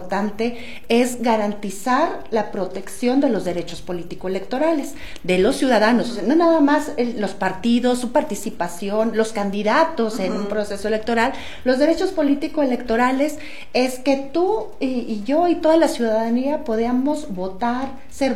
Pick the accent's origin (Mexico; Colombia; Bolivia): Mexico